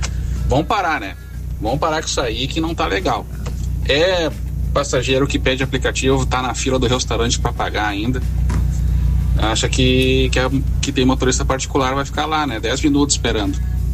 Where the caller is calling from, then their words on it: Gravataí, Rio Grande do Sul, Brazil; Sou de Gravataí. Tô aqui em Porto Alegre agora.